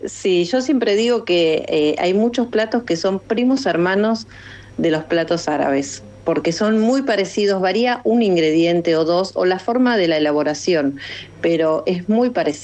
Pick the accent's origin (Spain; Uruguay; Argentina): Argentina; viste cómo somos los argentinos